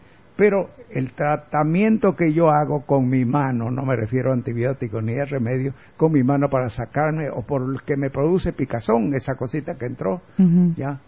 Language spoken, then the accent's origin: Spanish; Santa Cruz, Bolivia; soy camba por último.